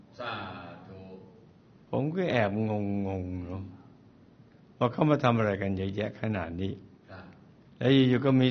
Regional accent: Nakhon Ratchasima, Thailand; าว่าครับผมเนี่ยเป็นคนโคราชบ้านเอง

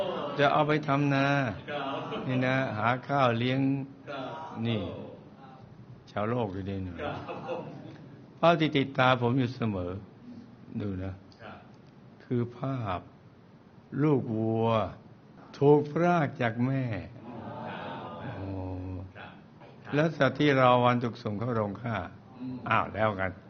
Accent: Khon Kaen, Thailand; also born or lived in Phetchabun; หลวงพ่อครับผมเกิดได้ไม่นานครอบครัวก็ย้ายมาปักหลักที่ขอนแก่นชีวิตวัยเด็กของผม

